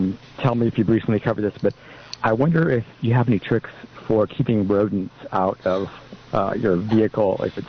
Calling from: Santa Cruz, California, United States; from Santa Cruz.

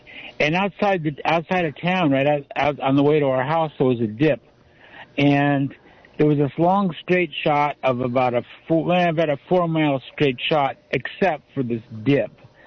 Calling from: Santa Cruz, California, United States; Hey, kids … in Santa Cruz

